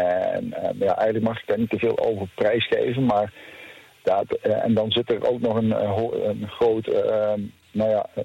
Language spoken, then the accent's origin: Dutch; Groesbeek, Gelderland, Netherlands; also born or lived in Drenthe / Overijssel; Hè, want ik ben eigenlijk opgegroeid in Groesbeek bij Nijmegen. Daar liggen mijn roots eigenlijk.